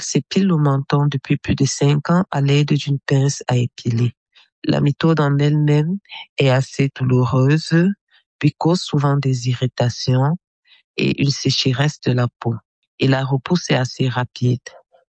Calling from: Yaoundé, Centre, Cameroon; j'ai 36 ans et je suis à Yaoundé au Cameroun.

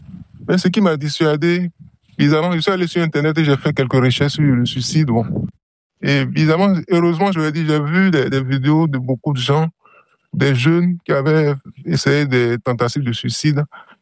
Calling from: Parakou, Borgou, Benin; j'ai 45 ans. Je vis à Parakou, dans le nord du Bénin.

